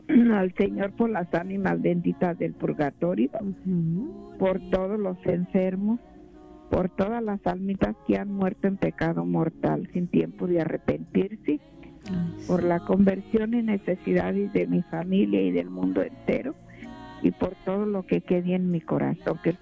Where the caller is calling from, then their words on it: Orange, United States; Buenos días … de Orange.